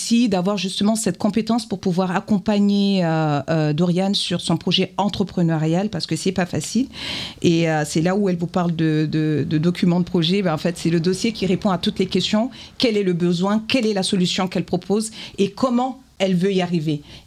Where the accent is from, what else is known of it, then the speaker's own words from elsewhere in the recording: Niger; moved away as an adult; now in France; j'ai été directrice de la communication du ministère de l'énergie au Niger, donc dans mon pays natal.